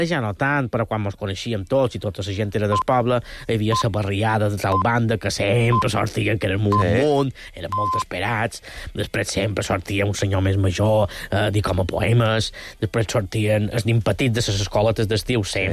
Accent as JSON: {"language": "Catalan", "town": "Banyalbufar", "region": "Balearic Islands", "country": "Spain", "tie": "born or raised there", "said": "El meu poble, Banyabufar, som un poquet més originals"}